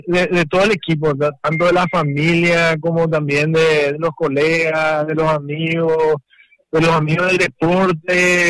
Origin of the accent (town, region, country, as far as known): Encarnación, Itapúa, Paraguay